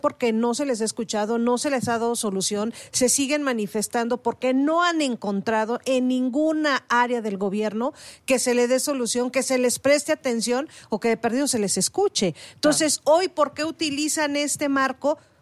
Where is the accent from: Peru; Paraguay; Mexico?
Mexico; Somos muchísimos los mexicanos.